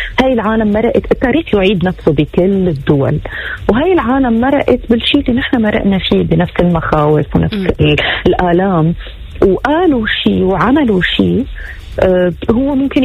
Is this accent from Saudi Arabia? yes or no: no; Syria; أنا وفي كتير ناس سوريين مثلي